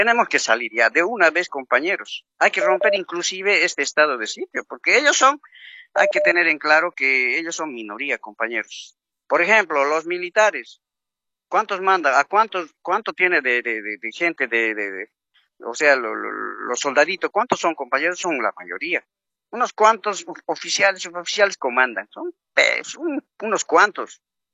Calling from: Cochabamba, Bolivia; desde Cochabamba.

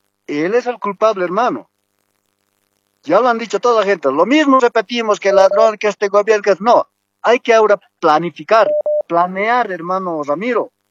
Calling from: La Paz, Bolivia; Te estoy llamando desde la ciudad de La Paz

